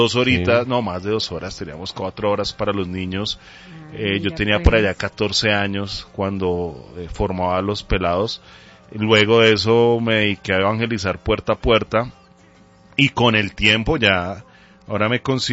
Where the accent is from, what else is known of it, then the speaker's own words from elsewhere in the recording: Bogotá, Colombia; pero yo soy bogotano 100%, sureño.